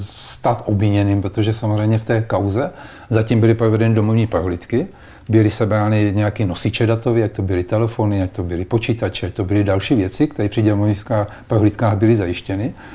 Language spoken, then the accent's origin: Czech; Brno, South Moravian Region, Czechia